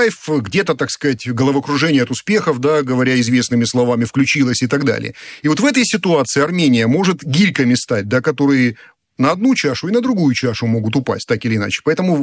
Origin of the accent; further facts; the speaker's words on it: Rostov-on-Don, Rostov Oblast, Russia; Я сам ростовчанин. Вот я родился в Ростове-на-Дону.